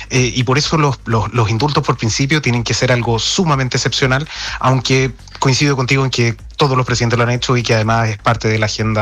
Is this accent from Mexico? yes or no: no; Chile; ¿Qué es lo que estamos perdiendo nosotros como chilenos?